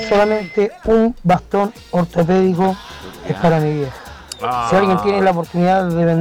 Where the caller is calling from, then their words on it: Valparaíso, Chile; de Valparaíso.